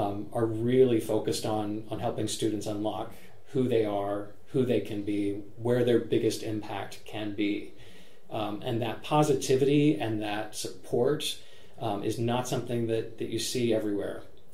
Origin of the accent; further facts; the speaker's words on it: North Carolina, United States; I came up from North Carolina for two of the summer programs that were here.